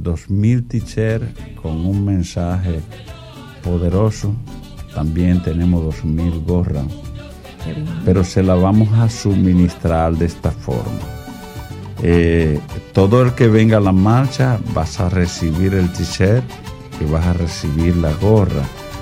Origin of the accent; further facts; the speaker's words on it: Dominican Republic; born there; also born or lived in Guaymate; now in La Romana, Dominican Republic; Yo vengo de un batey donde yo nací, el batey de Guerrero